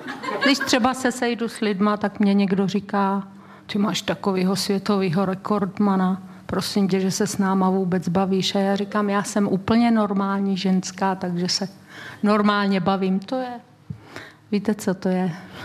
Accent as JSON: {"language": "Czech", "region": "Hradec Králové Region", "country": "Czechia", "said": "pocházím od Hradce, že jo, nebo tam bydlím"}